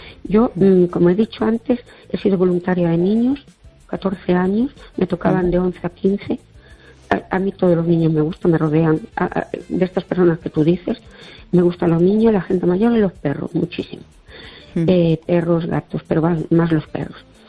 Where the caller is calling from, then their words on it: Seville, Andalusia, Spain; de Sevilla.